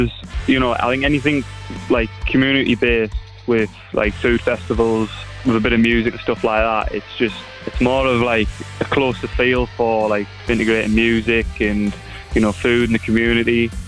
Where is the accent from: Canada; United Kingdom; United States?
United Kingdom; Peterlee, North East England; we formed in like late 2020, early 2021, and we're from Peterlee.